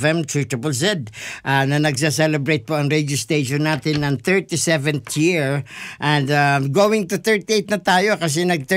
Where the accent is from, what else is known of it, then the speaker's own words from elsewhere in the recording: Bicol Region, Philippines; first language Bicol; Tagalog is a second language; now in Melbourne, Australia; alam naman ng karamihan dito sa Melbourne na ang native tongue ko is not Tagalog. Bicol. Ang aking salita, Bicol.